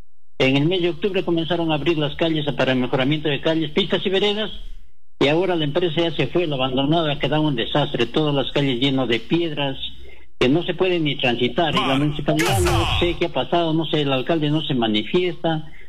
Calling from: Peru; Estoy llamando de acá, del distrito de la Asunción

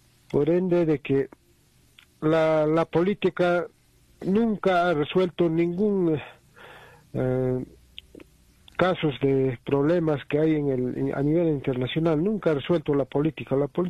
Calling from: Puno, Peru

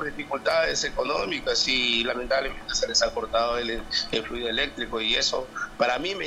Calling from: Túcume, Lambayeque, Peru; Acá en Pueblo Joven.

